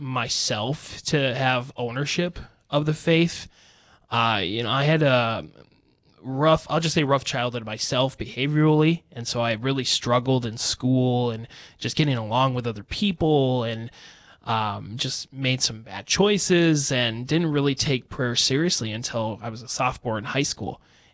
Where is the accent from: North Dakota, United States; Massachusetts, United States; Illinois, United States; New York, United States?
North Dakota, United States; Fargo; Born and raised in Fargo, graduate of Shanley High School, went to college at Drake University, got radio, TV, and history degrees.